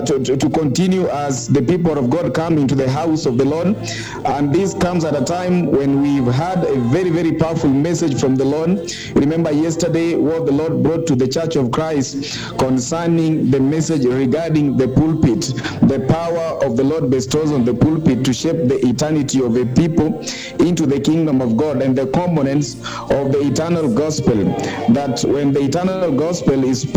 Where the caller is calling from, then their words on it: Kisumu, Kisumu County, Kenya; I'm calling from Oasis Kisumu Main Altar